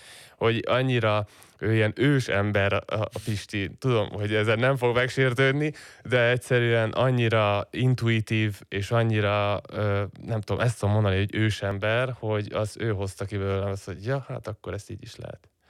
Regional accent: Székesfehérvár, Fejér, Hungary; én fehérvári vagyok

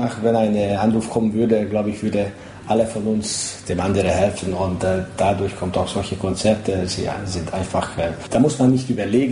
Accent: Mohács, Baranya, Hungary; now in Düsseldorf, Germany; Ich bin hier in Mohacs aufgewachsen, wie nämlich 90% von dem Band.

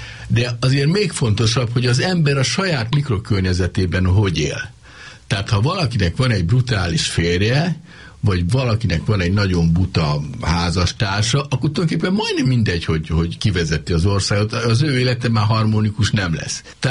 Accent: Nyíregyháza, Szabolcs-Szatmár-Bereg, Hungary; born there

